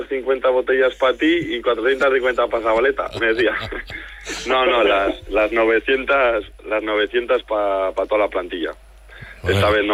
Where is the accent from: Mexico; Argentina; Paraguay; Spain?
Spain; La Rioja; Soy un riojano bastante falso.